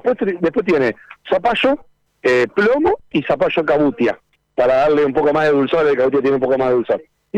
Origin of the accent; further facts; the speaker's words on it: Concordia, Entre Ríos, Argentina; now in Santa Fe, Argentina; Yo soy oriundo de Concordia, vine del año 95